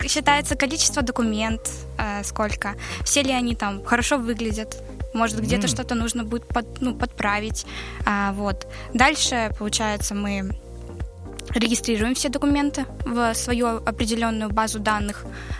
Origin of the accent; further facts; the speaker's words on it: Minyar, Chelyabinsk Oblast, Russia; moved away as an adult; Я приехала год назад из Челябинской области, с маленького городка Миньяр.